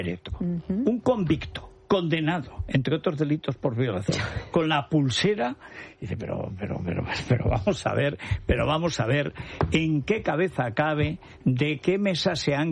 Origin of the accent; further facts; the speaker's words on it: Spain; Porque somos españoles